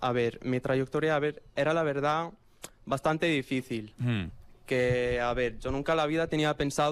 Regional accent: Morocco; now in Spain; Soy de Marruecos.

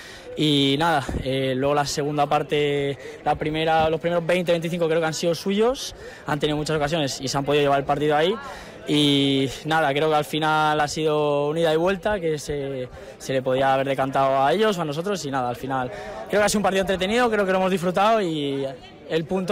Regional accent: Tres Cantos, Community of Madrid, Spain; tengo 22 años casi y nada, llevo 2 años en el club de mi pueblo

